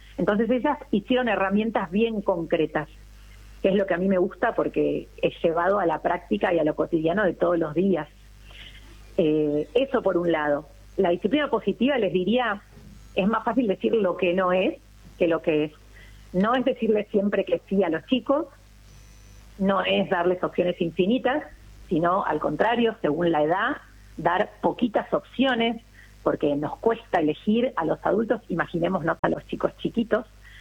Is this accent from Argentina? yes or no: yes; Buenos Aires, Argentina; yo soy de Capital Federal, Buenos Aires, vivo acá en el centro con mi marido